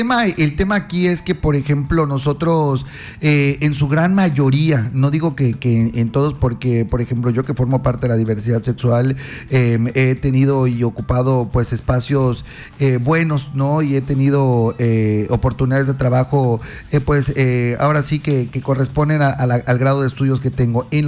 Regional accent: Mexico; como mexicanos, como ciudadanos y como seres humanos.

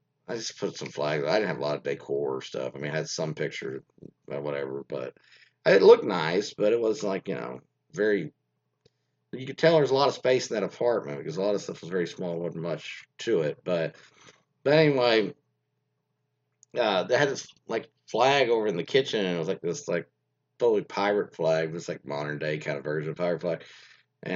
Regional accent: Spain; And I said, like, from España, like in Spain.

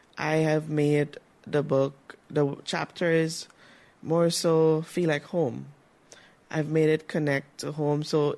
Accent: Berbice, Guyana; I am 30 years old. I'm from Barbies, a proud Barbiesian.

